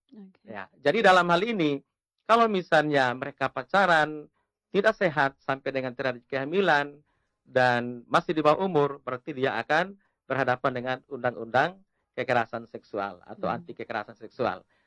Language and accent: Indonesian; East Nusa Tenggara, Indonesia; kalau karena saya orang Sabu, biasanya istilahnya kenoto.